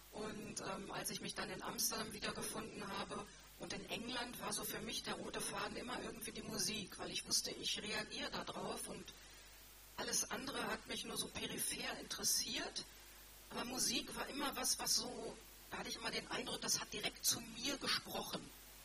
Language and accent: German; Germany